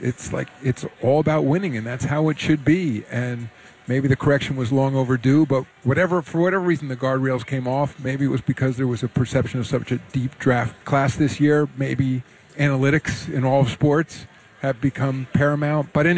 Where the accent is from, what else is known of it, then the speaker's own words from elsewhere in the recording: New York City, New York, United States; I'm a New Yorker, you know, so and I was alive for the last two, you know.